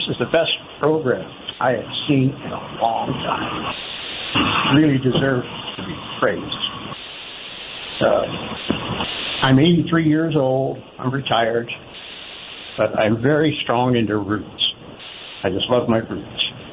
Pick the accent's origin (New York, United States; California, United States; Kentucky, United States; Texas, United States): California, United States; Martinez; now in Hidden Valley Lake, United States; No, I was born in Martinez, California.